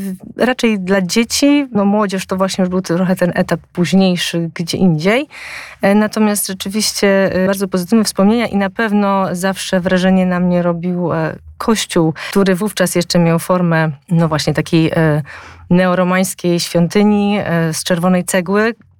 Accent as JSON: {"language": "Polish", "town": "Warsaw", "region": "Masovian Voivodeship", "country": "Poland", "tie": "born or raised there", "said": "Ja rzeczywiście urodziłam się, znaczy od urodzenia mieszkam w Wesołej i z tą parafią właśnie jestem związana od dziecka."}